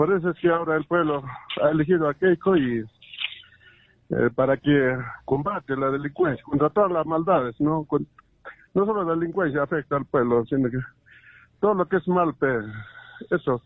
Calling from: Samán, Puno, Peru; yo me comunico desde Samán

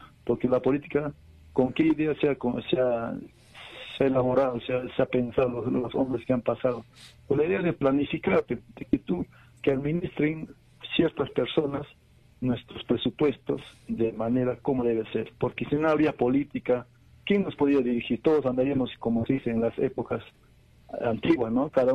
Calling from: Juliaca, Puno, Peru; de Juliaca.

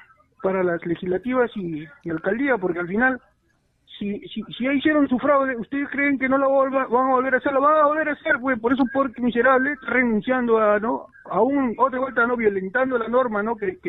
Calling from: Lima, Peru; Acá de Lima.

